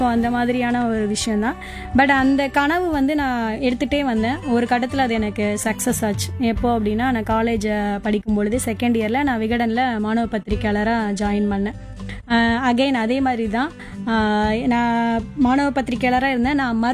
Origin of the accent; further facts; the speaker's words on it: Arittapatti, Tamil Nadu, India; moved away as an adult; என்னுடைய பிறந்த ஊர் நீங்க சொன்ன மாதிரி அரிட்டாபட்டி அப்படின்னு ரொம்பவே ஒரு சின்ன ஒரு கிராமம்.